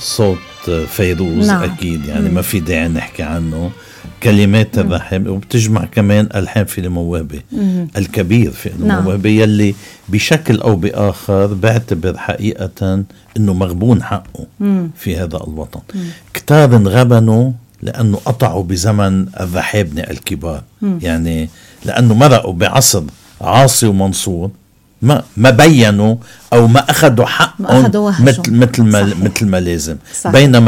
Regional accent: Lebanon; نحن كلبنانيين

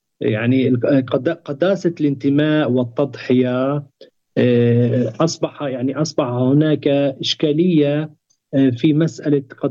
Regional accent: Palestine; وأنا أتحدث كفلسطيني

